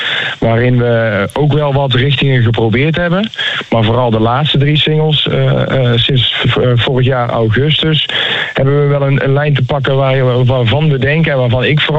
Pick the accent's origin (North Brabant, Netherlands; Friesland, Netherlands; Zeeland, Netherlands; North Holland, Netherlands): North Brabant, Netherlands